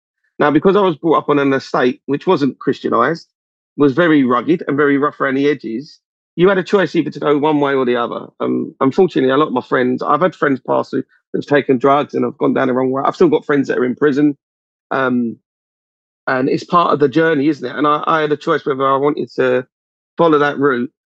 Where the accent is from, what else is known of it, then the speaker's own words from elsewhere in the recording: London, United Kingdom; So so I come from South, as you may have noticed from a bit of the accent, but I'm being as eloquent as I can. I come from South East London. So I was brought up in Camberwell, Denmark, Hillway. And there's an estate there called The Circle.